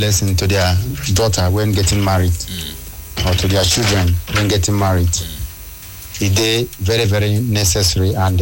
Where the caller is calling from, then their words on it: Ebonyi, Nigeria; I come from Amasre, Afikbo, North local government area of Ebonyi State